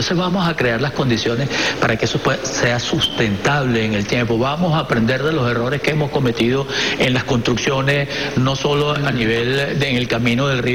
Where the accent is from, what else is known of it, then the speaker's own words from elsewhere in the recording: Venezuela; lo grande que somos los venezolanos